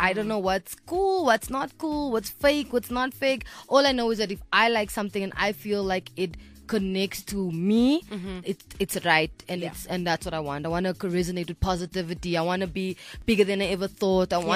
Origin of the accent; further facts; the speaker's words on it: South Africa; being South African. I thought because we're so diverse, I knew everything.